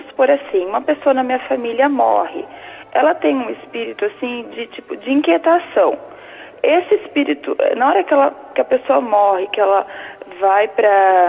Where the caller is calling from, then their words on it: Rondon, Paraná, Brazil; Eu falo de Rondon.